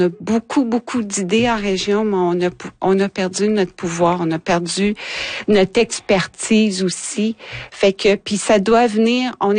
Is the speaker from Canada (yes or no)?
yes; Ottawa, Ontario, Canada; moved away as an adult; Mais en fait, moi, je suis d'Ottawa. Je suis arrivée ici à l'âge de 24 ans. Donc, je suis arrivée en 94.